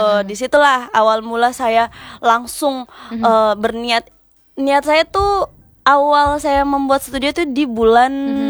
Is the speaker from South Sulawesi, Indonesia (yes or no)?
yes; Makassar, South Sulawesi, Indonesia; Kenapa di dibilang Gambara karena kebetulan saya orang Makassar.